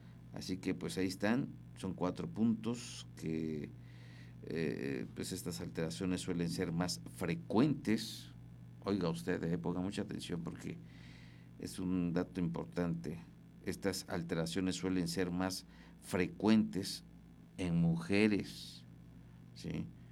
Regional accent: Mexico

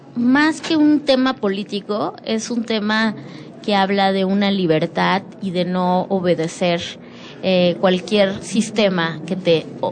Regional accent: Tampico, Tamaulipas, Mexico; Somos de Tampico. Mi mamá fue de Tampico, mi papá de Tampico y yo de Tampico

